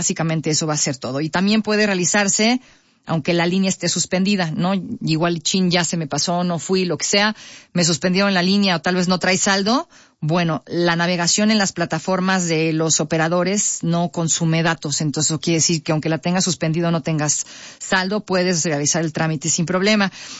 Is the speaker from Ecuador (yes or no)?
no; Mexico; así somos todos, el mexicano y todos, todo lo dejamos para el final